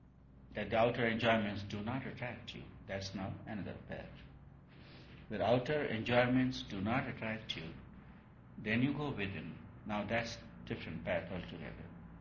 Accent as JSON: {"language": "English", "country": "India", "said": "In India we would say prayer, request for."}